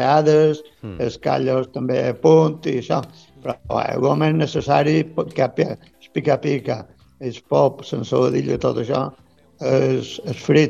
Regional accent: Sant Jordi, Balearic Islands, Spain; Jo som de poble, de Sant Jordi

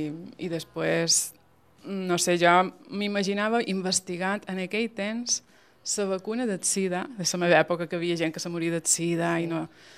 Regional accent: Fornalutx, Balearic Islands, Spain; born there; Ja he nascut a Fornalutx, Sóller, una cama a cada banda.

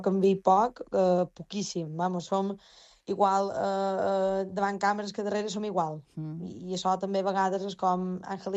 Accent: Es Migjorn Gran, Balearic Islands, Spain; jo som d'un poble molt petit de Menorca, que es diu Es Migjorn, i menorquina de tota la vida... som filla única

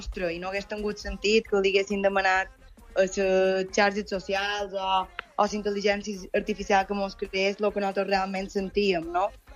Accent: Porreres, Balearic Islands, Spain; Som de Porreres i sí, la vida en Espinades en el mateix lloc, però els anys són els que són.

